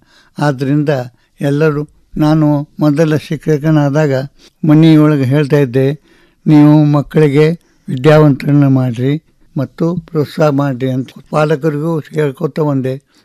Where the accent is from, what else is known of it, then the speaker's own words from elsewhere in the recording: Ramdurg, Karnataka, India; ನಾನು ರಾಮದುರ್ಗ ನಮ್ಮ ಊರಲ್ಲಿ ನಾನು ಶಿಕ್ಷಕನಾಗಿ ಕೆಲಸ ಮಾಡುವಾಗ